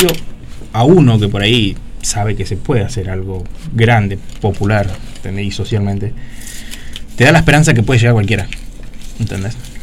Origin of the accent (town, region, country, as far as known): Argentina